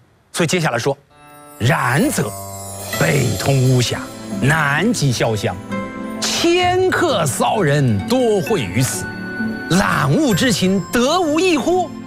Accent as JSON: {"language": "Chinese", "country": "China"}